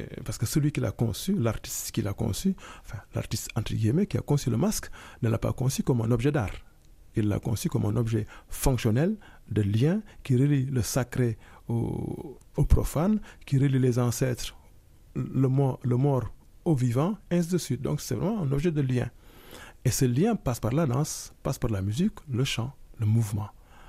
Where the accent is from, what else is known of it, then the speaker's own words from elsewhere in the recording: Senegal; Et puis, moi, en tant que Sénégalais, j'ai eu la chance de voir quelques masques.